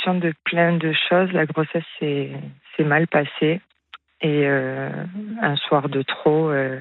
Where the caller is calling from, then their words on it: Toulouse, Occitanie, France; accent: southwestern; je suis de Toulouse.